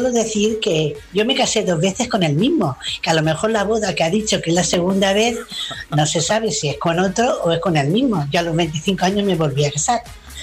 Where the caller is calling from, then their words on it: Barcelona, Catalonia, Spain; de Barcelona